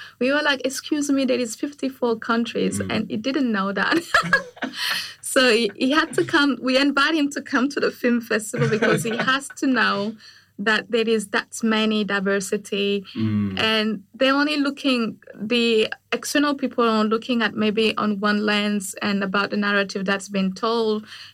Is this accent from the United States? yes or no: no; Niger; English is a second language; I grew up in Niger, and it is used to be a French colony, and we speak French. And growing up, my father thought it was best for me to speak the language, French. And then so kind of looked down into my mother tongue